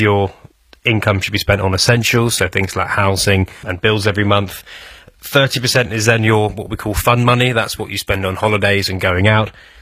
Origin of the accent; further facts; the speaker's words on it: Petersfield, South East England, United Kingdom; So I grew up in Petersfield